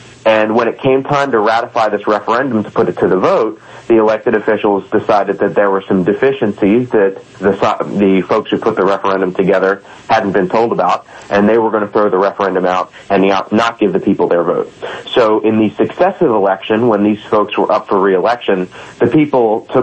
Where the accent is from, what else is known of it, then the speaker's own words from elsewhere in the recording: Bel Air, Maryland, United States; I got elected at the age of 20 years old to my hometown's, essentially our town council.